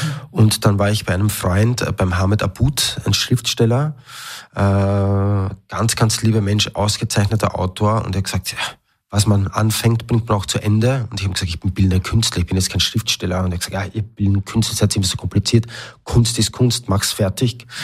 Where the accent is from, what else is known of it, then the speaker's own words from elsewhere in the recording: Großwarasdorf, Burgenland, Austria; first language German; now in Upper Austria, Austria; Also ich komme aus Großvarasdorf, bin, wie du schon vorher erwähnt hast, Burgenland-Kroate, bin in einem zweisprachigen, wie soll ich sagen, mein Papa kommt aus Nikisch, meine Mama aus Oberleusdorf. Die Bezugssprache oder die Hauptsprache daheim war Deutsch.